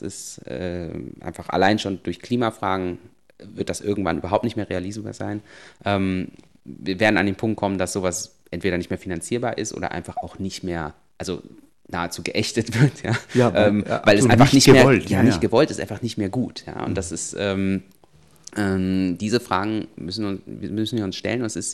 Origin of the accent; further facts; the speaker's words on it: Germany; born there; Also ich selber, ich bin geboren in Deutschland von einem sogenannten bio-weißen deutschen Vater und einer koreanischen Mutter.